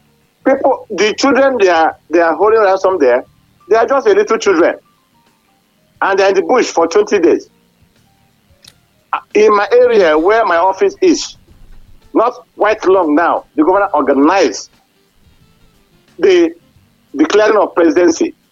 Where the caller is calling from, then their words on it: Ibadan, Oyo, Nigeria; I'm calling here in Ibadan.